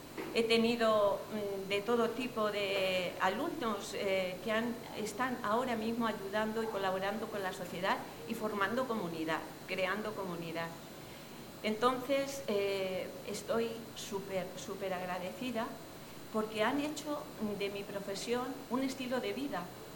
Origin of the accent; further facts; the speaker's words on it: Miguelturra, Castilla-La Mancha, Spain; transmitirle el amor a mi pueblo, que era su pueblo a la vez